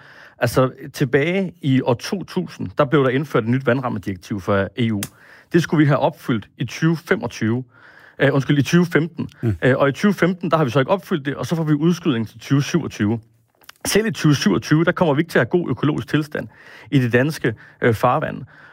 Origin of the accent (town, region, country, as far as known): Aabenraa, Region of Southern Denmark, Denmark; born or raised there